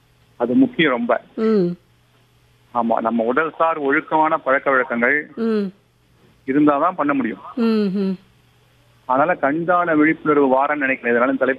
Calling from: Cuddalore, Tamil Nadu, India

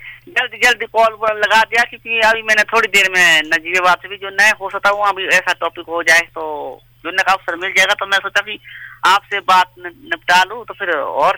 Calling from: Himachal Pradesh, India; मेरा गांव का नाम है गुंडा।

